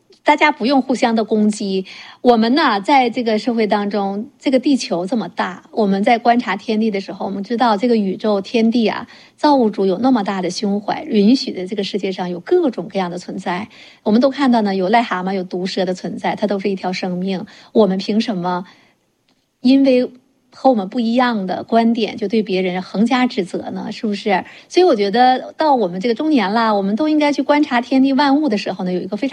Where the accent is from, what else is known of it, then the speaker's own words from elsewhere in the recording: China; now in United States; 有些我们中国人看到有权有位置的人哈